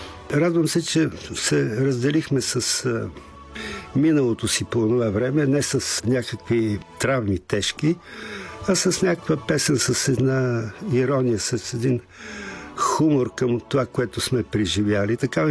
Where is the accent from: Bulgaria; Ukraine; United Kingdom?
Bulgaria; Sofia, Sofia City; аз съм израснал в центъра на София.